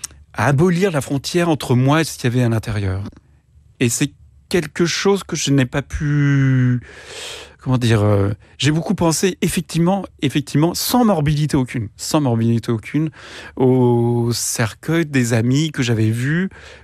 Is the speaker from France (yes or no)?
yes; Centre-Val de Loire, France; born there; Et je suis né en Indre-et-Loire, dont le numéro de département, c'est le 37.